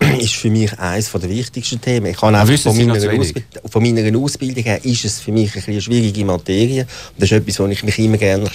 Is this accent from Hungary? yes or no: no; Switzerland